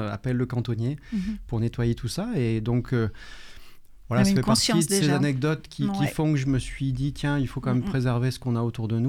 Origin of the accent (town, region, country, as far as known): Aurillac, Auvergne-Rhône-Alpes, France; born or raised there; moved away as an adult; also born or lived in Aix-en-Provence; now in Clermont-Ferrand, France